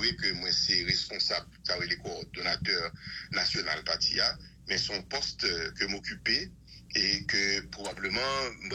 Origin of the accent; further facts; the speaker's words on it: Haiti; Mais nous dit en tant qu'haïtien, nous avons chita parler ensemble